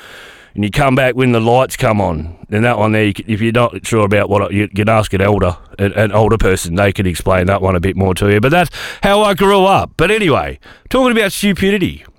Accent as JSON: {"language": "English", "town": "Collie", "region": "Western Australia", "country": "Australia", "tie": "born or raised there", "moved": "yes", "said": "born in 1979, so long before technology was around. I grew up in Collie, which is right down south from here, and people may know of it. It's out of Bunbury. Southwest is where I grew up. Collie's like a town in a crater. If you could say that, it's a lot of valleys and hills around it."}